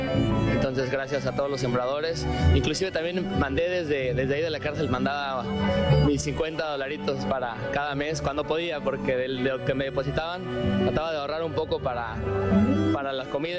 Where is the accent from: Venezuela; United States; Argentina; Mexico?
United States; San Diego, California; soy de San Diego